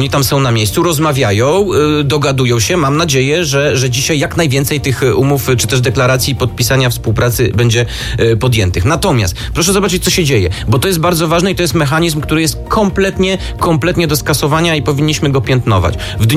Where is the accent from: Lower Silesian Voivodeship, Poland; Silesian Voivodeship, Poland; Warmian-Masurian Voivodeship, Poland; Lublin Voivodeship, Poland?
Lublin Voivodeship, Poland; Lublin; moved away as an adult; now in Warsaw, Poland; jestem z Lublina. Tak, przyjechałem do Warszawy uprawiając zupełnie inny zawód